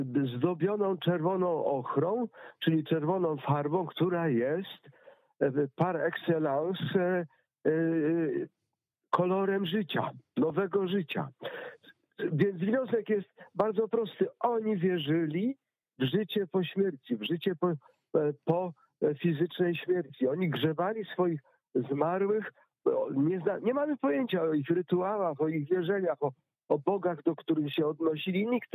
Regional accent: Pomeranian Voivodeship, Poland; chcę opowiedzieć anegdotkę z moich rodzinnych stron, mianowicie Kaszuby, Bieśkowej, Herowa

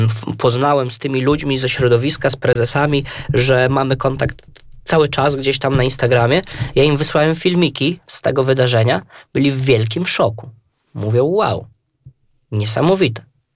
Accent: Łomża, Podlaskie Voivodeship, Poland; born or raised there

